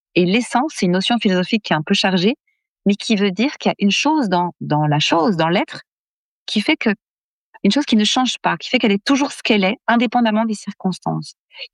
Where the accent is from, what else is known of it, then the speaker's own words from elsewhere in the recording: France; Et il n'est pas rare, en tout cas chez nous en France, que quand on fait de la recherche, on soit sollicité ensuite pour en faire part aux autres